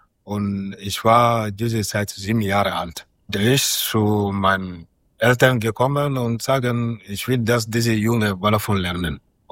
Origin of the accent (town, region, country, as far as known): Niagassola, Kankan Region, Guinea; born there; German is a second language; moved away